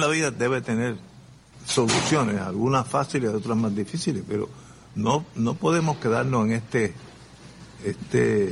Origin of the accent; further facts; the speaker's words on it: Adjuntas, Puerto Rico; now in San Juan, Puerto Rico; Yo nací y tuve mucho tiempo en Adjuntas Puerto Rico.